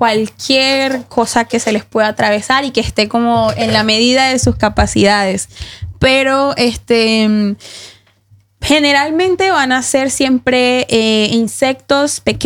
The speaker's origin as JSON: {"language": "Spanish", "town": "Barranquilla", "region": "Atlántico", "country": "Colombia", "moved": "as an adult", "lives_now": "Norway", "said": "yo vengo de Barranquilla, la tierra de … saben, y de Sofía Vergara."}